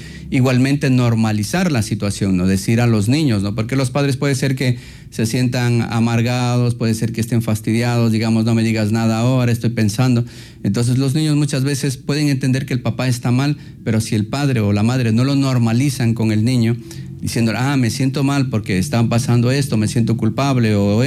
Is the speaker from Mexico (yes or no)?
no; Ecuador; como ecuatorianos nosotros hemos vivido ya un terremoto